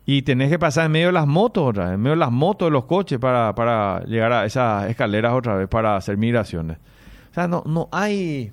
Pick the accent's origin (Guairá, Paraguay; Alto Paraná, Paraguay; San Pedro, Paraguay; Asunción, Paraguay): Alto Paraná, Paraguay; Ciudad del Este; Soy de Ciudad del Este, nací acá, paso el puente hace 35 años.